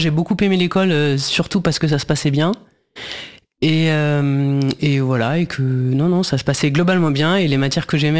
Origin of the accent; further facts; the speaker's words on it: Île-de-France, France; Et j'ai grandi dans l'ouest parisien, donc je suis une banlieusarde, comme on pourrait le nommer, mais plutôt la banlieue, disons, plutôt une banlieue aisée